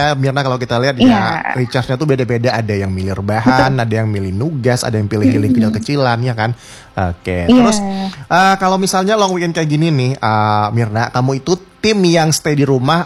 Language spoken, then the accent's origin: Indonesian; Padang, West Sumatra, Indonesia; Wah, Sumatera pride nih, aku juga dari Padang by the way.